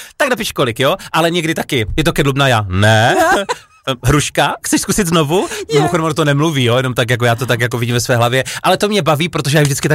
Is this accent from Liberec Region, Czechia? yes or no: no; Opava, Moravian-Silesian Region, Czechia; co se děje v Opavě, mimochodem mém rodném městě